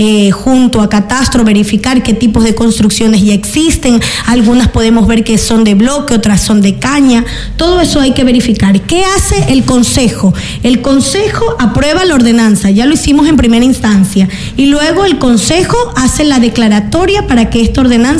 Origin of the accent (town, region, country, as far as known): La Libertad, Santa Elena, Ecuador